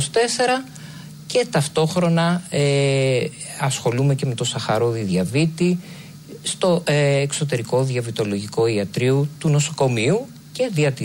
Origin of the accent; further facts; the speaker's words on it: Larissa, Thessaly, Greece; born there; now in Thessaloniki, Greece; Είμαι γεννημένος το 1972, γεννήθηκα στη Λάρισα, είμαι στρατιωτικός γιατρός.